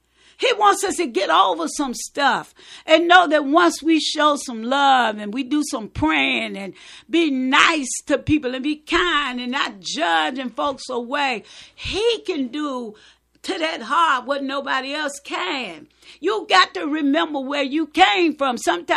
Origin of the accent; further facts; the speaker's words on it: United States; I grew up in Camp Grove